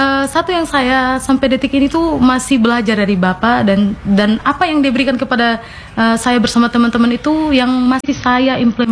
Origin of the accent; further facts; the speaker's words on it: East Nusa Tenggara, Indonesia; perempuan Sumba luar biasa, dan kita sebagai orang Sumba, sesama Sumba tuh patut kita banggakan sih, Kak.